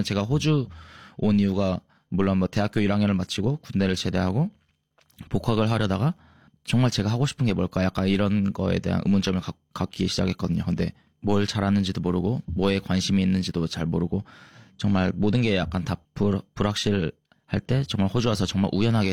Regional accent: South Korea; 근데 하지만 저는 한국에서 자라왔기 때문에 그런 맛 경험들이 다 제 기억 속에 있기 때문에

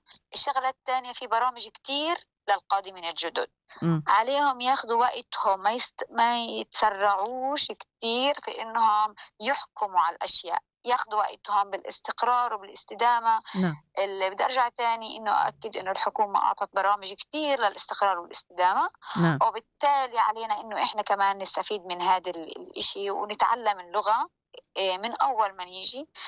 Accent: Gaza, Gaza Strip, Palestine; moved away as an adult; now in Australia; إحنا عندنا في فلسطين

